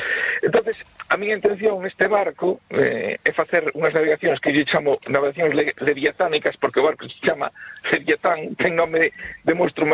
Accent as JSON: {"language": "Galician", "town": "Fisterra", "region": "Galicia", "country": "Spain", "said": "Nos na fin da terra, en Fisterra, temos moitas cousas moi interesantes"}